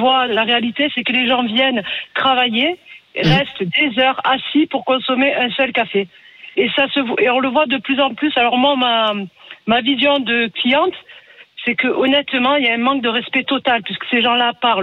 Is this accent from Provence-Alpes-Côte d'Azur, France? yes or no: yes; Marseille, Provence-Alpes-Côte d'Azur, France; je suis de Marseille